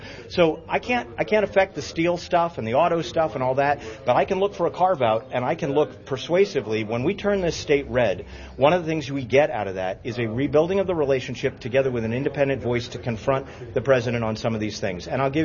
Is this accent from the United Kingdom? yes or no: no; Maine, United States; I grew up in Maine. Mercury in our lakes is wrong.